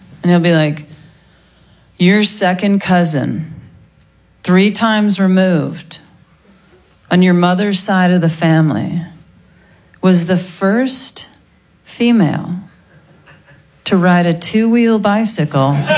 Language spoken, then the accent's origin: English; Mississippi, United States; I'm originally from Mississippi.